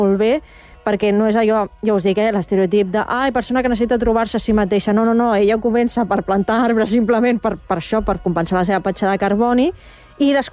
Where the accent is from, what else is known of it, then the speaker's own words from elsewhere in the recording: Catalonia, Spain; És que el tema també ens interpel·la com a catalans.